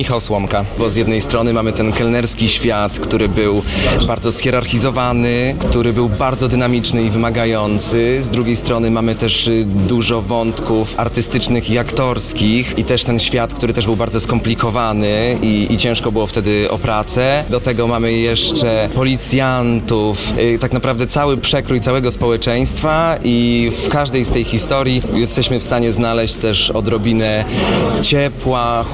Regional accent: Warsaw, Masovian Voivodeship, Poland; ja na przykład jestem warszawiak

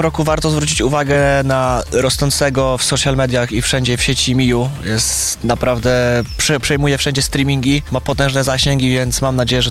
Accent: Greater Poland Voivodeship, Poland; pochodzę z okolic Słupcy.

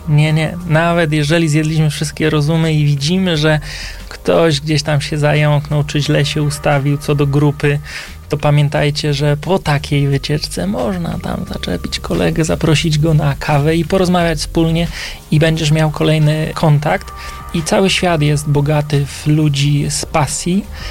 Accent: Kielce, Świętokrzyskie Voivodeship, Poland; No bo daje mi jakiś obcy facet wizytówkę z zamku, a ja jestem z Kielc.

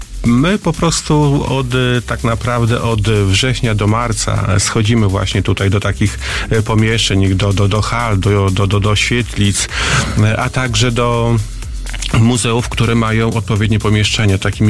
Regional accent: Malbork, Pomeranian Voivodeship, Poland; ja tam wywodzę się z Malborka.

